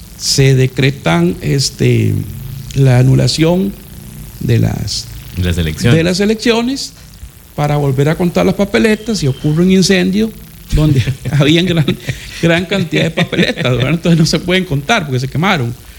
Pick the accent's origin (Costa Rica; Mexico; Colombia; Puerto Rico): Costa Rica; Ese ser costarricense creo que lo hemos mantenido